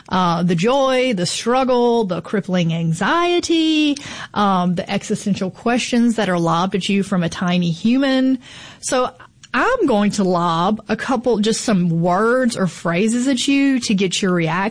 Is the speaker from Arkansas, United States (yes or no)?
no; Mississippi, United States; I'm from the Delta, and we've got good dirt in the Delta.